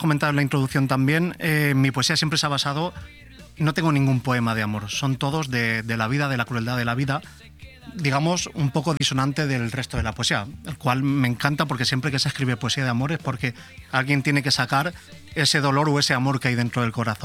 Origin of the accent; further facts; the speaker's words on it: Benidorm, Valencian Community, Spain; now in Valencia, Spain; encantado de estar aquí en Benidorm, en mi tierra